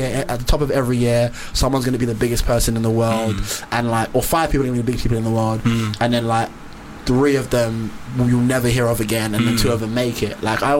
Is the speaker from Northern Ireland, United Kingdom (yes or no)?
no; Newham, London, United Kingdom; I grew up in East, in Newham